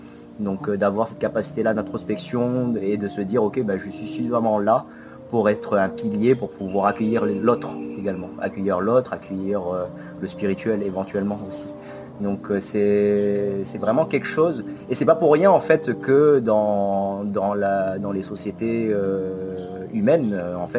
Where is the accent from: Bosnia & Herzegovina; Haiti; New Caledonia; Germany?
New Caledonia; je suis vietnamien de culture calédonienne, de culture kanak, parce que j'ai vécu ici, j'ai grandi ici.